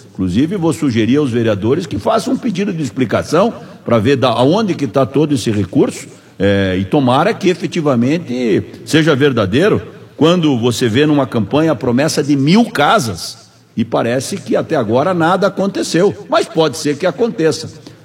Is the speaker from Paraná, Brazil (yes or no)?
yes; Clevelândia, Paraná, Brazil; also born or lived in Curitiba; Talvez você não saiba e alguns amigos não saibam, eu não nasci em Clevelândia.